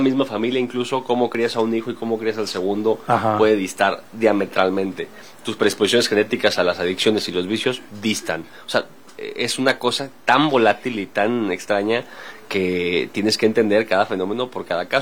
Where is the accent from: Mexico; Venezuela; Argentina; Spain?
Mexico; born there; Nací en México y no vengo de dinero